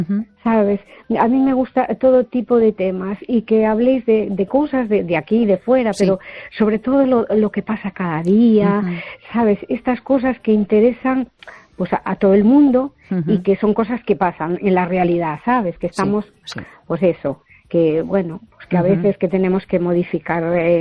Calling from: A Coruña, Galicia, Spain; Desde La Coruña.

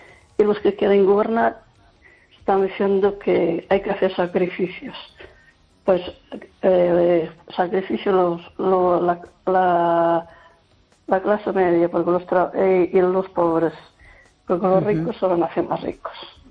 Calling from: Lugo, Galicia, Spain; Hola, buenas noches

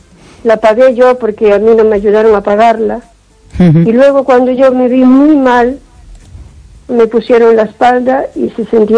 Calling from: O Carballiño, Galicia, Spain; de Carballiño.

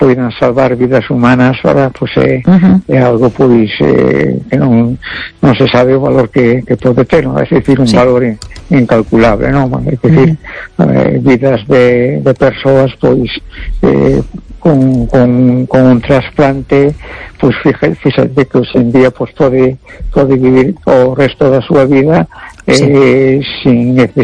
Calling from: A Coruña, Galicia, Spain; de La Coruña.

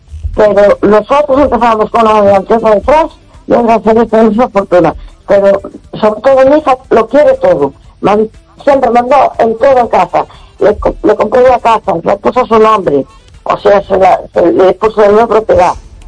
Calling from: A Coruña, Galicia, Spain; de Coruña.

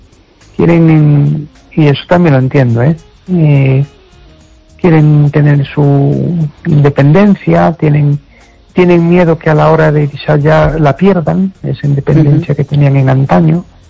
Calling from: Amoeiro, Galicia, Spain; de Amoeiro.

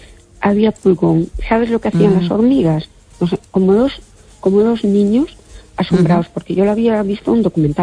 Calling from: Jaén, Andalusia, Spain

